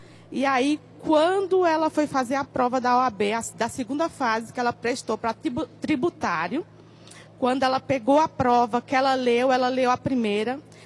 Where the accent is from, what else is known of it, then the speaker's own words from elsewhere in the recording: São Paulo, Brazil; A paz do Senhor, eu sou aqui de São Paulo, capital, né, e venho para o culto da Deus e Amor todo domingo à tarde.